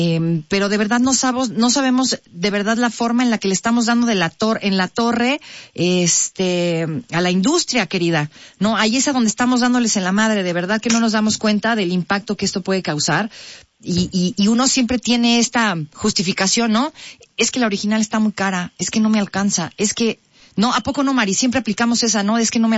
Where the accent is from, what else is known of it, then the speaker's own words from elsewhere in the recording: Mexico; Ya sé que le vas a México porque somos mexicanas, ¿no?